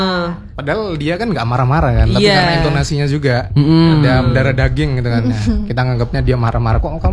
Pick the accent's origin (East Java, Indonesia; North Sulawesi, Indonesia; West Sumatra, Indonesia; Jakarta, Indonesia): East Java, Indonesia; Surabaya; accent: Surabayan; Kalau pengalaman ngomong kayak Surabayan gitu kan ke orang Jawa Tengah misalnya contoh.